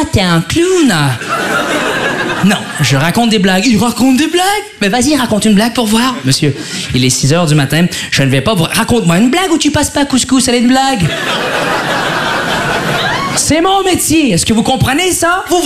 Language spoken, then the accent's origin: French; Quebec, Canada; now in Paris, France; En tant que Québécois, je suis confus. Je suis arrivé ici, puis c'est pas ce qu'on nous a promis.